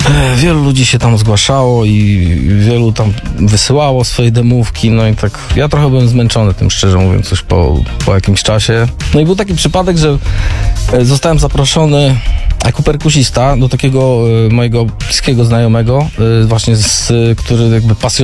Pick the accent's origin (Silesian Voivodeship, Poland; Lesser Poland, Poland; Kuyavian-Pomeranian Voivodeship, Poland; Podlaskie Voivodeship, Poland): Kuyavian-Pomeranian Voivodeship, Poland; Świecie; now in Toruń, Poland; Ja pochodzę w sumie ze świecie, ale już w Toruniu